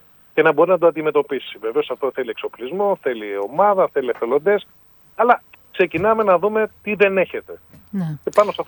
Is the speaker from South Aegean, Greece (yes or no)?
no; Athens, Attica, Greece; Εγώ πάλι είμαι ο Δήμαρχος Ελληνικού Αργυρούπολης, είμαι από την Αθήνα.